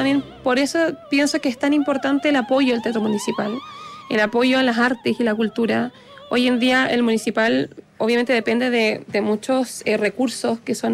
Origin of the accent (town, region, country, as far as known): Guayacán, Coquimbo, Chile